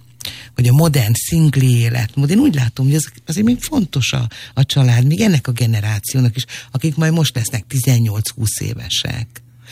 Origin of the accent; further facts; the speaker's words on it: Hungary; nekem ez romaként is nagyon szomorú. De mondjuk azt, hogy magyar állampolgárként.